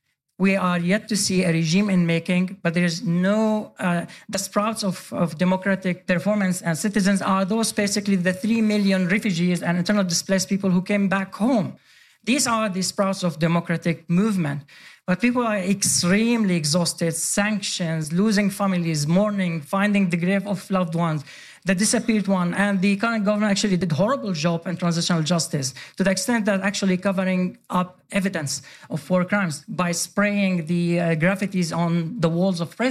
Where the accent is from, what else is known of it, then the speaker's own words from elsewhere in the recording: Sweden; Yeah, no, very appreciated because I grew up in Sweden.